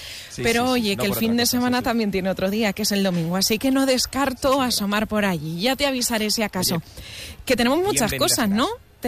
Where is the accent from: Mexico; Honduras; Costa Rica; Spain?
Spain; Castilla-La Mancha; para los que somos de Castilla-La Mancha y ya sabemos la Feria de Albacete